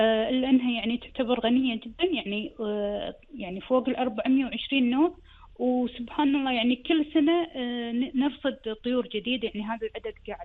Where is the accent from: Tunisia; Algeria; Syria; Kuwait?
Kuwait; فيتجمعون أول شيء عندنا بالكويت